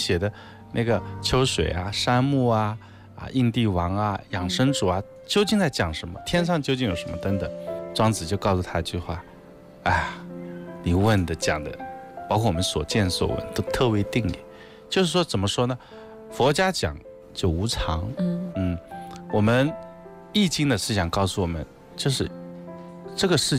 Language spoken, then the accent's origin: Chinese; China